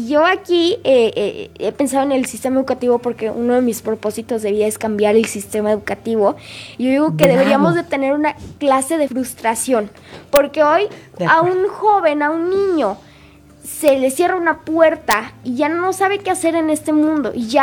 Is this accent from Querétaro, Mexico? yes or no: yes; Querétaro, Mexico; born there; Yo soy de nacimiento queretano, pero de corazón regio, porque mis papás son regios